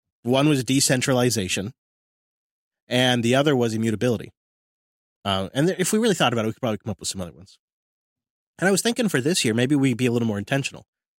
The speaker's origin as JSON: {"language": "English", "town": "Mount Vernon", "region": "Washington", "country": "United States", "tie": "born or raised there", "said": "my hometown of Mount Vernon"}